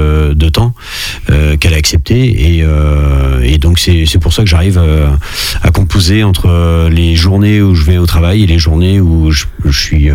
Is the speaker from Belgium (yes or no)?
no; Saint-Christophe-du-Ligneron, Pays de la Loire, France; je suis originaire de Saint-Christophe.